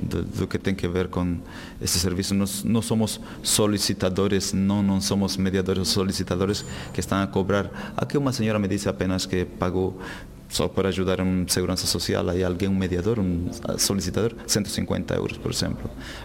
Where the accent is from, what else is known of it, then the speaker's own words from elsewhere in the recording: southern Mexico, Mexico; Portuguese is a second language; moved away as an adult; now in Portugal; Eu sou mexicano